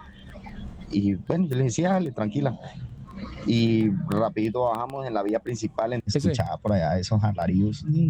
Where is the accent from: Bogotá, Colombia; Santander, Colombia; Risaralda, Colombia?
Santander, Colombia; Bucaramanga; Bucaramanga.